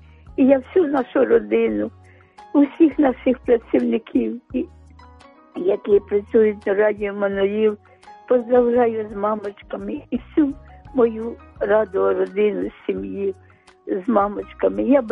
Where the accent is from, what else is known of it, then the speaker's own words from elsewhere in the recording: Kyiv, Ukraine; я з Оболоні, з Києва.